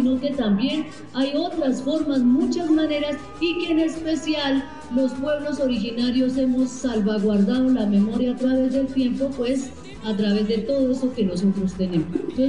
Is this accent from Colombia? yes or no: yes; Cauca, Colombia; de donde yo vengo, en el pueblo Misak